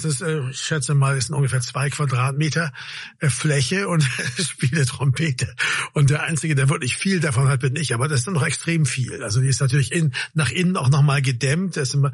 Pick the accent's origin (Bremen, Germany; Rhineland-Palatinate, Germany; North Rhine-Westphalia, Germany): Bremen, Germany; als ich klein war, in der Neuen Pfarr, wo ich aufgewachsen bin. Da war am Ende der Straße, am Wendehammer, war die Christuskirche.